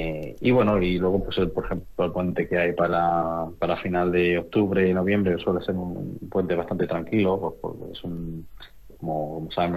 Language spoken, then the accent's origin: Spanish; Galera, Andalusia, Spain; para los que somos de Galera